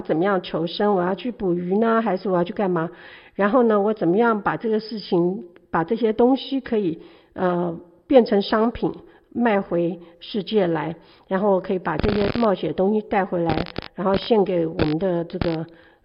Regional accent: China; 你们英国人跟我们中国人好不一样啊，

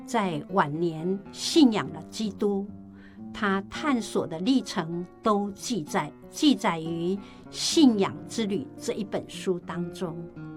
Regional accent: China; 是的，我们以身为中国人为荣，也愿我们都能活出中国人特有的气质。

